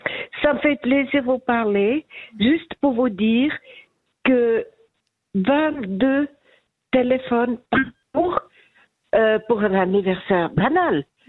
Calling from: Vaud, Switzerland; ça fait 40 ans que je vis à Puy, tout le monde me connaît.

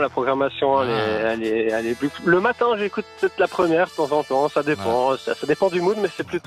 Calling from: Vevey, Vaud, Switzerland; J'habite Vevey

